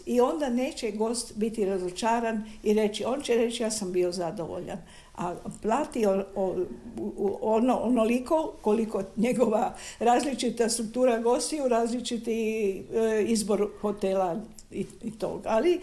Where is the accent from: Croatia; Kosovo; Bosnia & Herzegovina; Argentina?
Croatia; Split-Dalmatia County; born there; now in Zagreb, Croatia; ja koja sam rođena na Braču, ali sam došla davno što je sreću u Zagreb